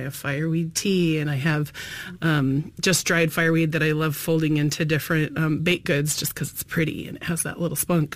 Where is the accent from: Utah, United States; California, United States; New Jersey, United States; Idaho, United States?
Idaho, United States; now in Alaska, United States; the way that I grew up in Idaho